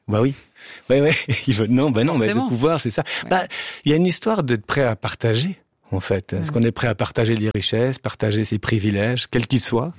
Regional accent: Switzerland; moved away as an adult; now in Toulouse, France; ça fait donc 20 ans que je suis en France. Je suis un Suisse en France

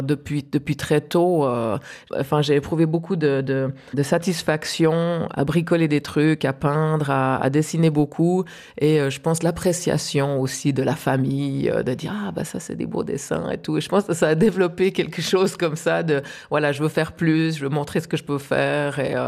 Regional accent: Grancy, Vaud, Switzerland; moved away; moi, j'ai grandi au pied du Jura, comme vous l'avez mentionné, dans un petit village qui s'appelle Grancy, où à l'époque, il y avait 300 et quelques habitants. Maintenant, il y en a quelques-uns de plus, mais pas énormément.

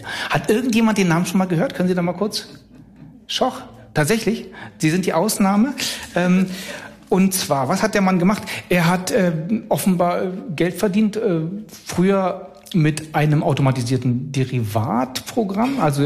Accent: Northern Germany, Germany; Ich komme ja aus dem Norden

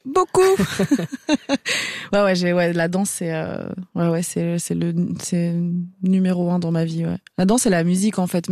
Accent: Algeria; born there; je suis née en Algérie pendant la guerre civile

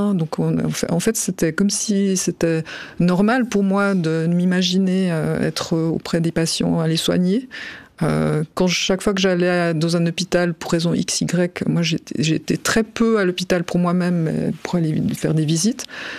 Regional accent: Corsier-sur-Vevey, Vaud, Switzerland; Je suis née à Vevey, j'ai grandi à Corsier, donc juste à côté.

